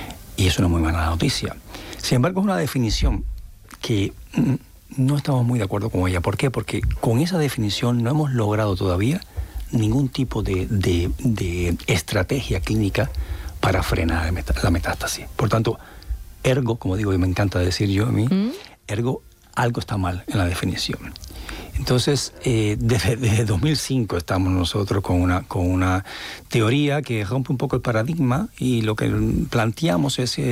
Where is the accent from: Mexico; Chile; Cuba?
Cuba; O sea, yo soy cubano